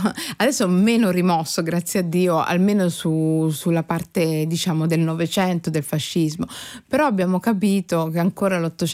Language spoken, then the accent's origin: Italian; Somalia; ma penso anche al mio paese di origine, la Somalia, che tra tutte le colonie è quella più dimenticata e quella meno raccontata.